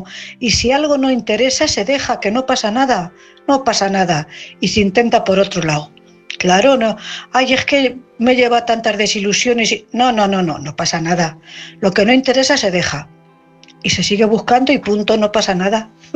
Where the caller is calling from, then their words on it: Cuenca, Castilla-La Mancha, Spain; corresponsal de Cuenca.